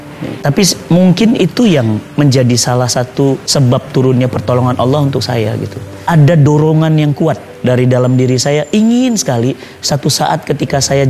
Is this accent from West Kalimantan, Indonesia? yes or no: no; Medan, North Sumatra, Indonesia; born there; now in Bogor, Indonesia; Saya itu dilahirkan di Medan, tapi ayah saya Sunda, ibu saya Jawa, Jogja, Klaten ya. Lahir di Medan dan saya dua bersaudara. Dan alhamdulillah sekarang saya tinggal di Bogor